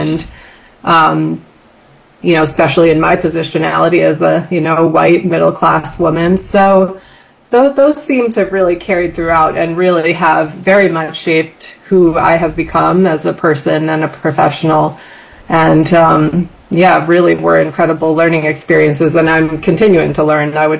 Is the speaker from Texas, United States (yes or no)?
no; Boston, Massachusetts, United States; I, you know, growing up outside of Boston, I went to just a, you know, traditional public school, had a wonderful experience and a great upbringing.